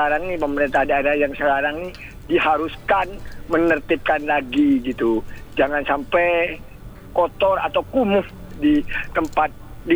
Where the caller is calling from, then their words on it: Jember, East Java, Indonesia; sebagai warga Jember ini